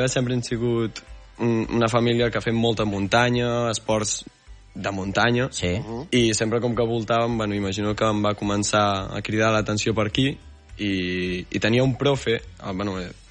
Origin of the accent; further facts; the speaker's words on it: Berga, Catalonia, Spain; Sí, sí, soc de Berga.